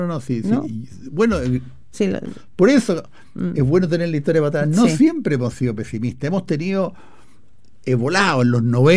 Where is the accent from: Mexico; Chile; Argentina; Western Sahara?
Chile